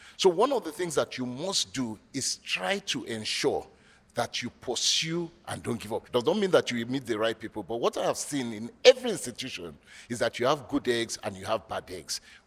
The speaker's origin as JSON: {"language": "English", "country": "Nigeria", "said": "I have opened offices in many countries as a Nigerian, speaking to the Nigerian narrative of being"}